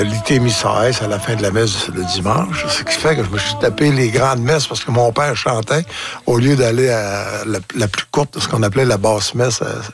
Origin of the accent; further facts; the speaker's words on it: Falardeau, Quebec, Canada; d'abord, l'aréna porte mon nom.